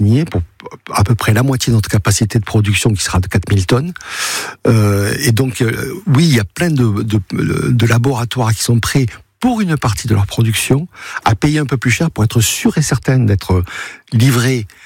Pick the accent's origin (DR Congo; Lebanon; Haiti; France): France; Toulouse, Occitanie; Comme en tant que Toulousain, nous aussi, on a vécu cette catastrophe et on y est très sensible.